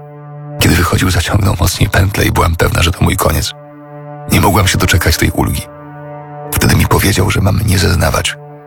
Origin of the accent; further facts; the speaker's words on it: Subcarpathian Voivodeship, Poland; Ale to żaden problem pojechać do mojej wsi na Podkarpaciu i zrobić krzywdę mojej mamie